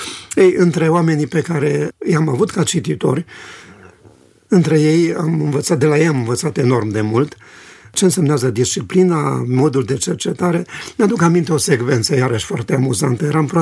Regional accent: Romania

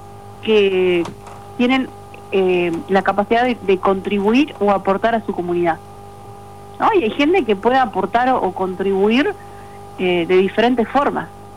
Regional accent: Uruguay; Como uruguayos muchas veces tenemos estas dos partes

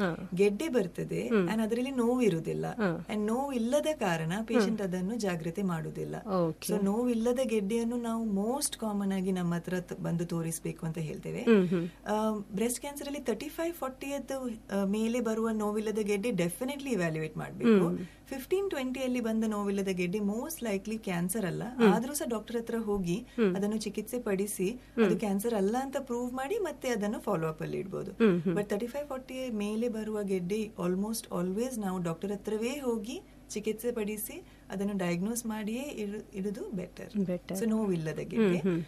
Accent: Mangalore, Karnataka, India; born there; also born or lived in Mumbai; ನಾನು ಮ್ಯಾಂಗ್ಳೂರಿನೇ. ನನ್ನ ಪಪ್ಪ ಮಲಯಾಳಿ ಮ್ಯಾಂಗ್ಳೂರ್ ಕೇರಳದಿಂದ, ನನ್ನ ಮಮ್ಮಿ ಮ್ಯಾಂಗ್ಳೂರಿಂದಲೇ.

